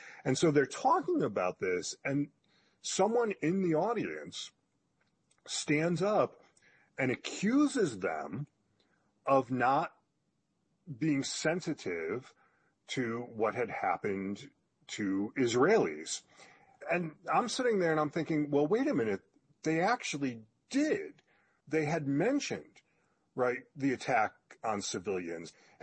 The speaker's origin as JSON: {"language": "English", "country": "United States", "said": "So I said, I'm an American Jew, and I don't understand what the objection is"}